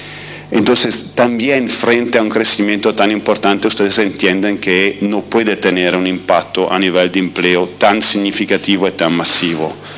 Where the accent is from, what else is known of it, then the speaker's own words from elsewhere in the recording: Italy; Spanish is a second language; moved away; Yo llego de Italia, soy italiano